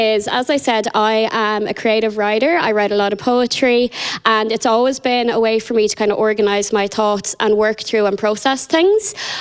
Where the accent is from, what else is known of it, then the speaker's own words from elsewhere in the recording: Castlebar, Connacht, Ireland; also born or lived in London; I am from Castlebar, so based in Castlebar, just 5 minutes out the road. And when I was moving home from London